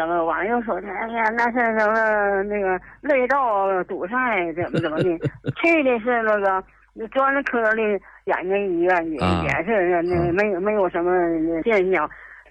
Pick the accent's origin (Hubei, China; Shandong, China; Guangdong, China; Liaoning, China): Liaoning, China; Shenyang; 我是沈阳的一个老太太，